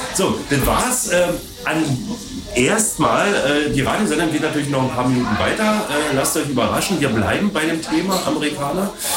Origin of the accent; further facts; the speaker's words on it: Berlin, Germany; now in Görlitz, Germany; Nein, wir sind Berliner, die jetzt in Görlitz wohnen.